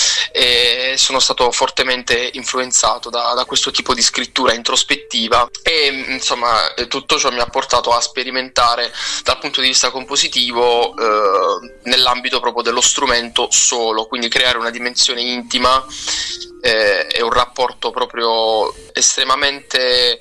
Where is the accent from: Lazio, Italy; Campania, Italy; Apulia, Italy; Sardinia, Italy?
Apulia, Italy; San Michele di Bari; Io sono di San Michele di Bari, un paesino insomma in provincia di Bari